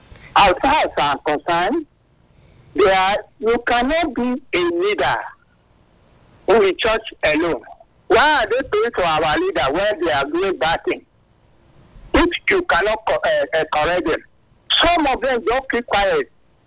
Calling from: Nigeria; I'm speaking from Mobowo.

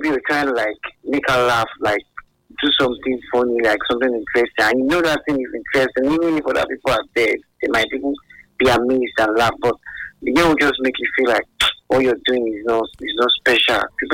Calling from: Nigeria; I'm calling from Ekai.

